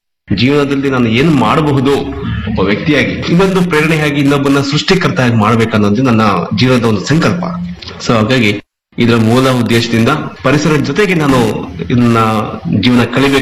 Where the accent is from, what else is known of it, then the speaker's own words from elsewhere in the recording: Kolar, Karnataka, India; ನಾನು ಮೂಲತಃ ಕೋಲಾರ.